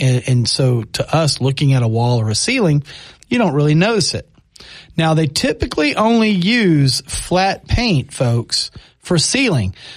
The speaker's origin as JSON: {"language": "English", "town": "Amarillo", "region": "Texas", "country": "United States", "tie": "born there", "said": "I mean, it was a long time ago, but that is where I was born. So the high plains of Amarillo."}